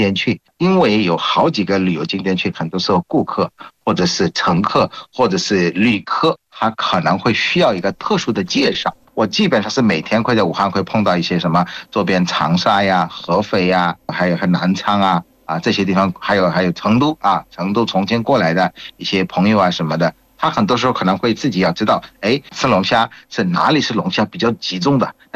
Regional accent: Bangladesh; 我们国家首都叫打卡

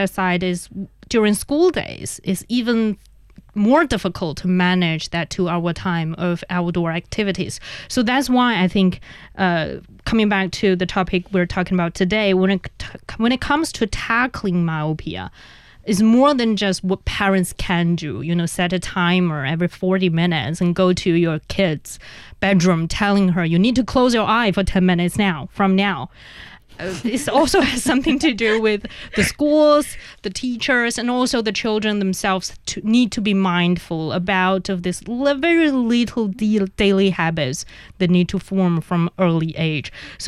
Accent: Inner Mongolia, China; Yeah, I'm from Inner Mongolia.

